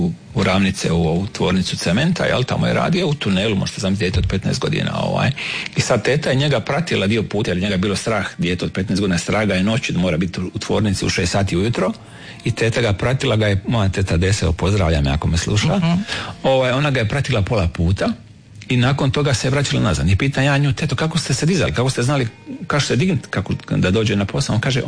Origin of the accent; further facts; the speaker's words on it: Svinišće, Split-Dalmatia County, Croatia; also born or lived in Kučiće / Omiš; Ja sam odrastao na selu u Dalmatinskoj Zagori, u Omiškoj Zagori.